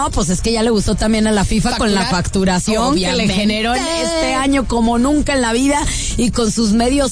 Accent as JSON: {"language": "Spanish", "town": "Guadalajara", "region": "Jalisco", "country": "Mexico", "said": "Bueno, pues nosotras somos las tapatías que importaron desde Guadalajara, Guadalajara, Jalisco, México."}